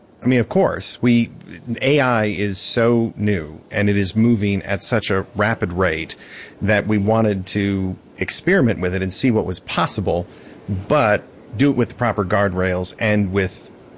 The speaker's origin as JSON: {"language": "English", "region": "North Dakota", "country": "United States", "tie": "born or raised there", "said": "Growing up in North Dakota, it is state law that you're interested in Theodore Roosevelt."}